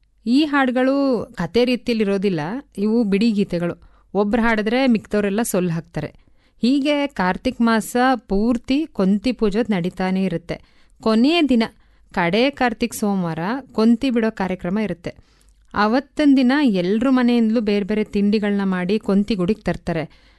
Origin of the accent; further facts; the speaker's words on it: Badagalapura, Karnataka, India; ಕಾಡಂಚಲ್ಲಿರೋ ಸುಂದರವಾದ ಊರು ನಮ್ಮ ಬಡಗಲಪುರ. ಅದು ಮೊದಲು ಎಸ್ಟಿಕೋಟೆ ತಾಲೂಕಲ್ಲಿತ್ತು, ಈಗ ಅದು ಸರ್ಗೂರು ತಾಲೂಕಾಗಿದೆ.